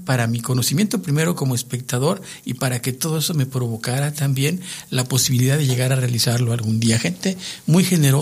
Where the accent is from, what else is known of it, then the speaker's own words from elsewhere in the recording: San Miguel de Cruces, Durango, Mexico; moved away; Para un joven de provincia que llega hasta la Ciudad de México, que viene de la Sierra de Durango, pues no es fácil el camino. Trae uno, San Miguel de Cruces, mi pueblo natal